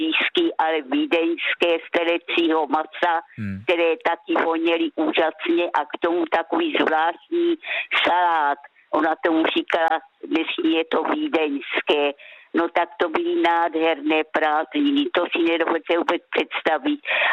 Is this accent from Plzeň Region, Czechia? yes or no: no; South Moravian Region, Czechia; born there; Narodila jsem se v Lohací u Hodonína a tam jsem měla babičku